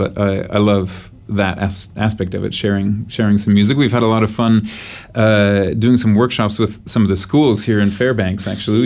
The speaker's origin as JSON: {"language": "English", "town": "Ottawa", "region": "Ontario", "country": "Canada", "tie": "born or raised there", "also_born_or_lived": "Toronto", "moved": "as an adult", "lives_now": "Montreal, Canada", "said": "No, I grew up in Ottawa. I'm from Ottawa, so just across the river from Quebec, and you know, grew up with a lot of French around me and that whole like Quebecois culture present."}